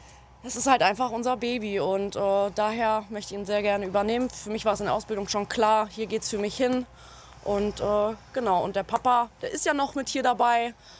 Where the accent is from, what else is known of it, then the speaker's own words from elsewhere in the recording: Bad Karlshafen, Hesse, Germany; Ich komme aus Bad Karlshafen, genau.